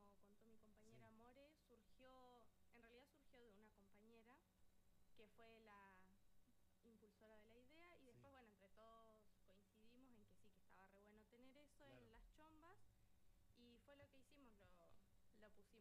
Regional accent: Argentina

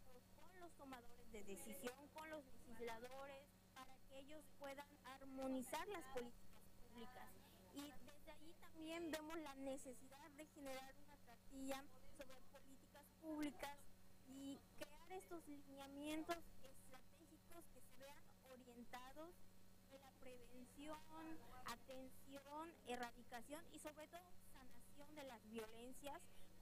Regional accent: Yucatán Peninsula, Mexico; soy del pueblo maya, vengo de México, del sur de México, en la península de Yucatán.

